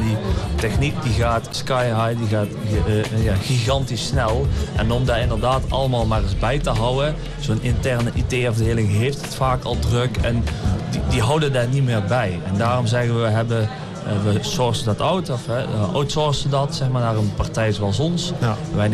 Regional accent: De Rips, North Brabant, Netherlands; also born or lived in Boxmeer; Ik kom oorspronkelijk uit de Rips.

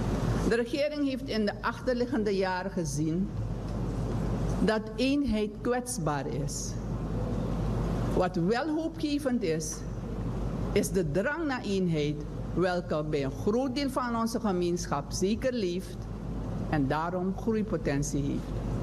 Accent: Suriname; Wij Surinamers moeten blijvend smeden aan een in solidariteit verbonden gemeenschap.

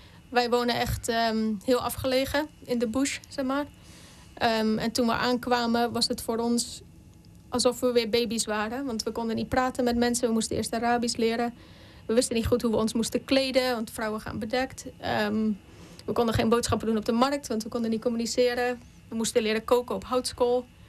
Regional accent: Heerde, Gelderland, Netherlands; Ik kom uit Heerde, inderdaad. Ja, ja. Ik ben hier opgegroeid.

